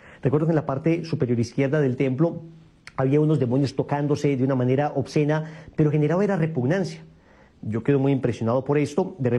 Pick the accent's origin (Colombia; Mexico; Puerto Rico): Colombia; me encontraba en la iglesia ahí de mi pueblo. Entonces yo vivía en un pequeño pueblo de aquí de Colombia.